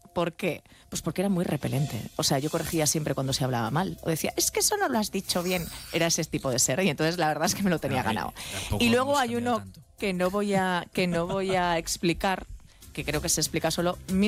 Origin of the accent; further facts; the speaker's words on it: Aragon, Spain; ya en Segovia cuando iba a los veranos, evidentemente porque soy maña.